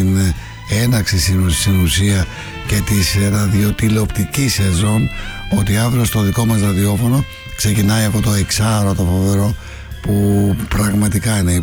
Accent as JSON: {"language": "Greek", "town": "Agios Artemios", "region": "Attica", "country": "Greece", "said": "Εγώ ήμουν από τη Κούβα, δηλαδή Άγιο Αρτέμιο. Κοντά είμαστε."}